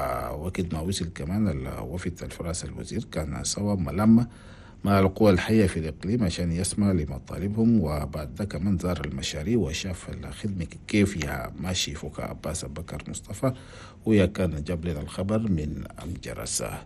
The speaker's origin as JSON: {"language": "Arabic", "country": "Chad", "said": "بيجي بالحين صعب في الأقاليم الصبحانية أنا بلدنا تشاد."}